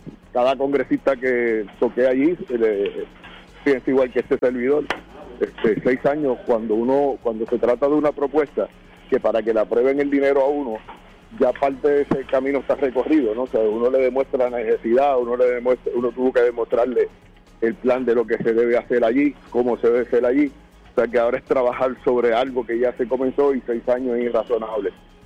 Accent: Puerto Rico; Así que como puertorriqueños, independientemente de la ideología

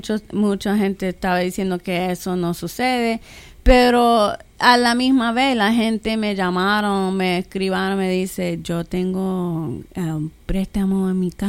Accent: Puerto Rico; Yo no nací aquí, pero yo soy puertorriqueña. Y mis padres nacieron en Puerto Rico, pero siempre fue que mi papá tenía mucho orgullo de Puerto Rico. Y yo crecí viajando a Puerto Rico.

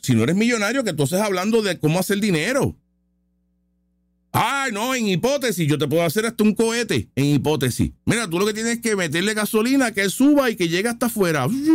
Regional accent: Puerto Rico; Puerto Rico es 135, es pequeño. Y nosotros tenemos una calidad de vida de país grande porque somos parte de Estados Unidos.

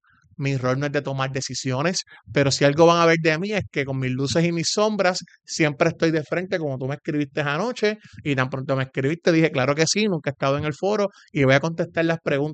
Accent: Puerto Rico; soy un joven, hijo de padres dominicanos, con mucho orgullo, no los niego, pero nací en Puerto Rico, me crié en Puerto Rico, así está mi estado de nacimiento, toda mi vida en Puerto Rico

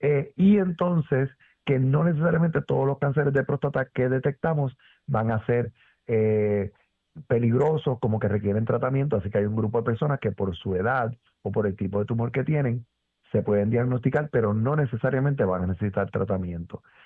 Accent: Puerto Rico; Los puertorriqueños tenemos una incidencia, somos los latinos, con la incidencia de cáncer de próstata más alto

